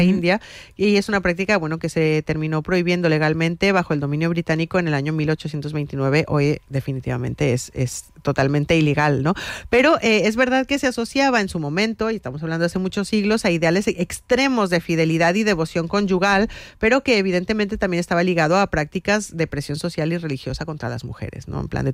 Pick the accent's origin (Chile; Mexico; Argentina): Mexico; Yo, personalmente, como mexicana